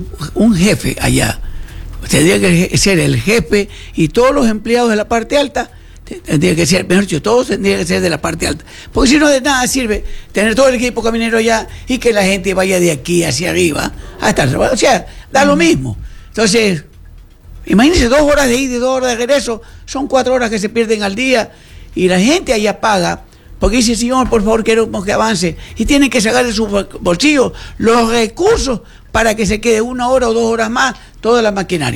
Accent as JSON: {"language": "Spanish", "town": "Buenavista", "country": "Ecuador", "said": "yo soy de Buenavista."}